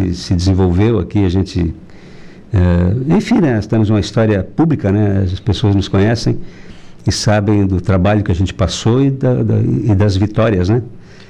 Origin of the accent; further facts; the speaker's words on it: Jacinto Machado, Santa Catarina, Brazil; Nós viemos do Jacinto Machado, a minha mãe e meu pai, com o objetivo de desenvolver, né? Nós éramos lá muito pobres